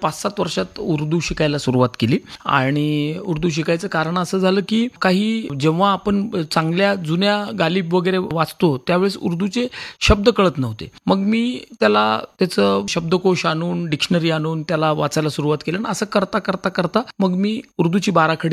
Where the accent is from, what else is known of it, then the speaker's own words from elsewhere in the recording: Chhatrapati Sambhajinagar, Maharashtra, India; माझं सगळं बालपण या छत्रपती संभाजीनगर मध्ये गेलं आणि जवळपास जुन्या गावामध्ये, ज्याला तुम्ही गुलमंडी, राजा बाजार, समर्थनगर अशा ठिकाणी माझं बालपण गेलं. आणि तिथंच माझी जी शाळा होती ती सरस्वती भुवन, ही शाळा